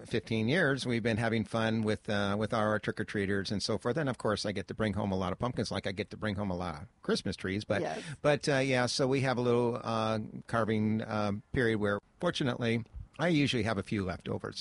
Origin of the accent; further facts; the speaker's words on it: Washington, United States; now in Ventura, United States; growing up in Washington, I was always out in the woods, cutting firewood and so forth.